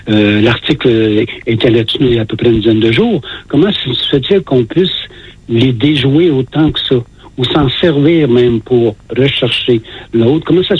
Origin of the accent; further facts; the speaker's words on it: Saint-Jérôme, Quebec, Canada; chez nous, à Saint-Jérôme